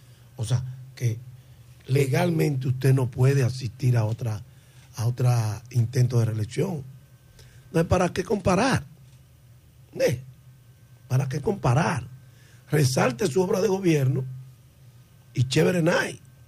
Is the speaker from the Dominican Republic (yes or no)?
yes; Dominican Republic; nosotros como dominicanos queremos ver un poco de sacrificio del gobierno.